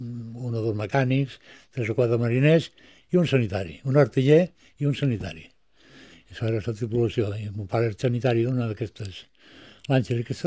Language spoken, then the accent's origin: Catalan; Balearic Islands, Spain; also born or lived in Madrid; perquè vaig arribar a Menorca que tenia 10 anys. Ja en tenc 73, ja me diràs tu, si no som menorquins, no sé què som.